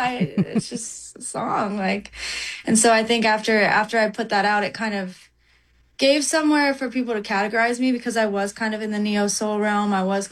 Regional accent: Pittsburgh, Pennsylvania, United States; That's kind of how people found out I was from Pittsburgh, because my music really caught on when I was in Atlanta.

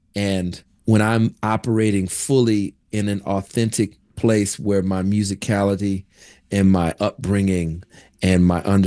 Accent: Kenner, Louisiana, United States; You know, I'm a kid from Kenner, Louisiana, who grew up in a musical family and a musical environment.

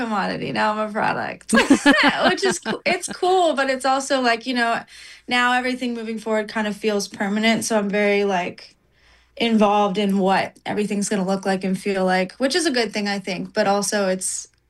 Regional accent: Pittsburgh, Pennsylvania, United States; moved away; also born or lived in Atlanta; I'm from Pittsburgh, now you know. That's kind of how people found out I was from Pittsburgh, because my music really caught on when I was in Atlanta.

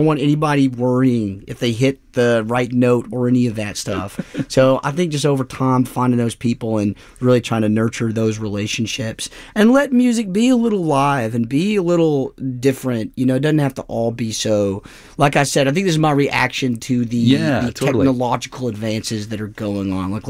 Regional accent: Tennessee, United States; Me and Brenna are from the same area, kind of Appalachia. She's from Eastern Kentucky. I'm from Eastern Tennessee.

